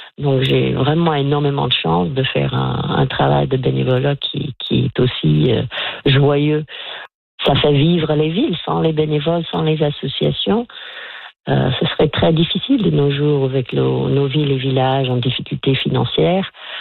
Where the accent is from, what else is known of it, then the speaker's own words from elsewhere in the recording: Nova Scotia, Canada; born there; je ne suis pas née à Annapolis Royal, je suis née en Nouvelle-Écosse, mais pas ici.